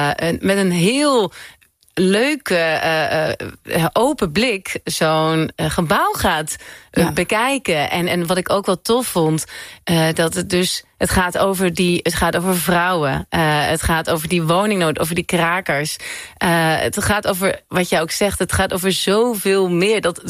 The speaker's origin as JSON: {"language": "Dutch", "region": "Utrecht", "country": "Netherlands", "said": "ik kom uit Utrecht."}